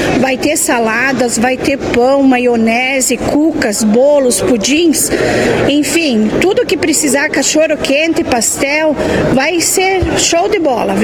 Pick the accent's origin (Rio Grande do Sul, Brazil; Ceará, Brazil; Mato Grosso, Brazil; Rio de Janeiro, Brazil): Rio Grande do Sul, Brazil; Anta Gorda; born there; Eu nasci em Antagorda, mas meu pai nasceu aqui na comunidade de São Pedro e depois foi para Antagorda.